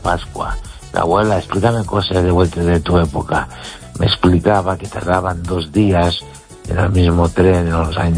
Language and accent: Spanish; Galicia, Spain; Y mi pueblo está a unos 9 kilómetros o 8 de los Peares. Están en la altura de la montaña. Entonces bajábamos en los Peares.